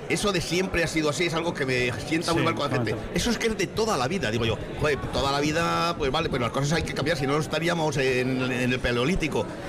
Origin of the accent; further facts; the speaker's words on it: Basabe, Basque Country, Spain; Yo tanto por Ayala como por el Valle Valdegovía, que soy natural de Basabe, en Valdegovía.